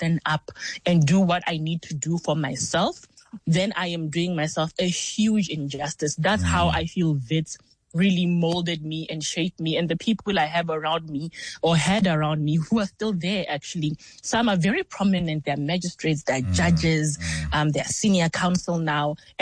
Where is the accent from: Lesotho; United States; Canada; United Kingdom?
Lesotho; Yes. So I was born and raised in Lesotho.